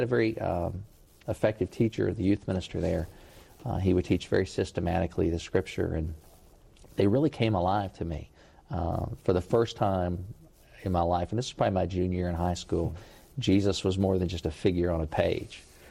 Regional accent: Lexington, Kentucky, United States; My background, growing up in Lexington, I'm in my hometown.

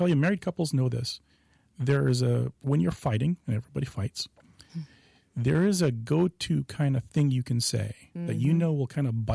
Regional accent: Seattle, Washington, United States; I grew up in Seattle in pretty normal childhood.

